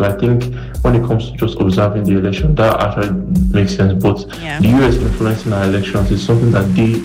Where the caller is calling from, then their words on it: Osun, Nigeria; I'm from Osun State, so this is personal to me